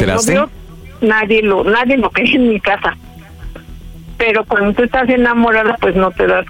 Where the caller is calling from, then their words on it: Pachuca, Hidalgo, Mexico; Tengo 30 años y soy de Pachuca, Hidalgo.